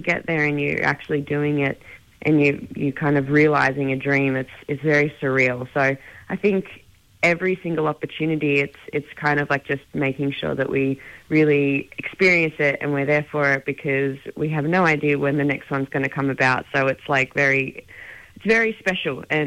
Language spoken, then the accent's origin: English; Central Coast, New South Wales, Australia; also born or lived in Hunter Valley, New South Wales; I grew up down on the Central Coast in New South Wales, and then moved to the Hunter Valley. And basically I grew up on property with horses